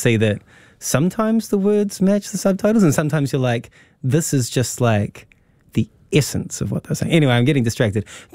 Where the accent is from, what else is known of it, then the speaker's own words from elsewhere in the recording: New Zealand; etched into me as a New Zealander. Maybe that makes me somewhat of a failure as a New Zealander.